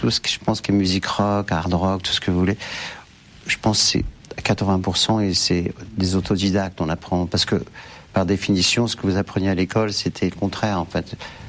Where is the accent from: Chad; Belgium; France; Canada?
France; Paris, Île-de-France; also born or lived in Glasgow / London / Strasbourg / Nancy; Et donc, je suis né à Paris, j'ai dû passer 2-3 ans à Glasgow et à Londres.